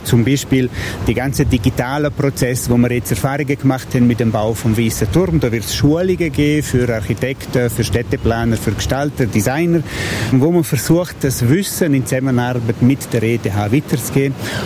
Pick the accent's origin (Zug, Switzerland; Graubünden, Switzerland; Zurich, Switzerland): Graubünden, Switzerland; Savognin; Ich bin natürlich mit dem Hotel aufgewachsen.